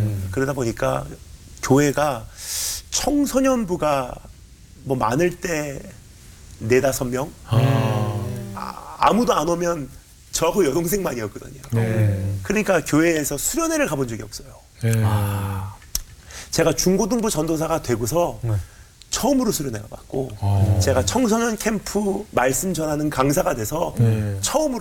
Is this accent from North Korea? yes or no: no; Japan; Korean is a second language; 제가 이제 일본에서 자랐잖아요.